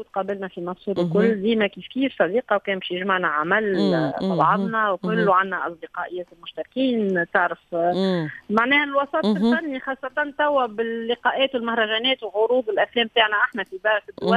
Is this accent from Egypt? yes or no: no; Tunisia; moved away; أنا من تونس